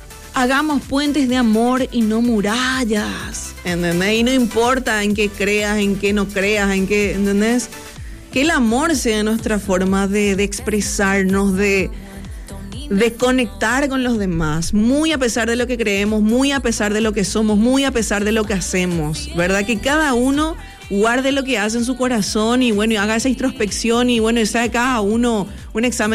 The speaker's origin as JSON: {"language": "Spanish", "country": "Paraguay", "said": "siendo parte de lo que nosotros somos como paraguayos, ¿verdad?"}